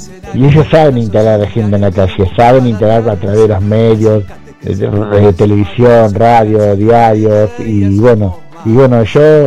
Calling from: Buenos Aires, Argentina; del Microcentro.

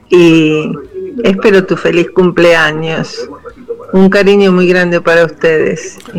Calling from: Buenos Aires, Argentina; de Floresta. Nací el 2 de agosto de 1944.

